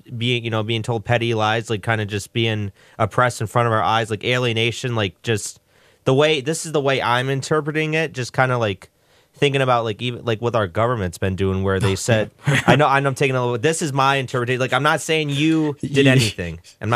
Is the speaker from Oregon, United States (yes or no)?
no; Joliet, Illinois, United States; I'm from Joliet